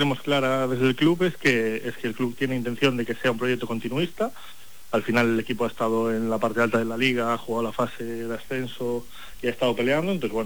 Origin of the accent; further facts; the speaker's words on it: Vigo, Galicia, Spain; moved away; also born or lived in Andalusia / Melilla; yo llevo muchos años estando bastante lejos de mi casa, sabes que yo soy de Vigo